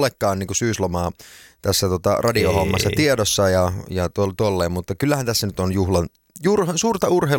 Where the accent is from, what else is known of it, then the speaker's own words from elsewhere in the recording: Savonia, Finland; Minä olen savolainen